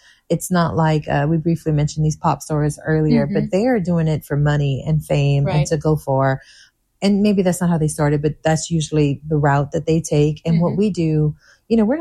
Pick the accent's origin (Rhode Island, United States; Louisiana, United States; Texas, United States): Louisiana, United States; Delcambre; also born or lived in Kaplan, Louisiana; now in Erath, United States; I have a Erath address. Like I live in Erath, but I had a Delcom phone number.